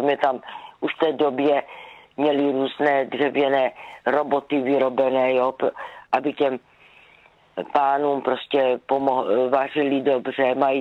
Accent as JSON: {"language": "Czech", "region": "Zlín Region", "country": "Czechia", "said": "já pocházím z Valach původně, ale miluju Valachy."}